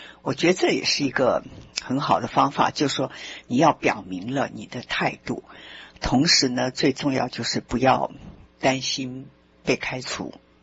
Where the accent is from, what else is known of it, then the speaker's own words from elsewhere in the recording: China; 我觉得我们中国人用筷子其实是比较文明的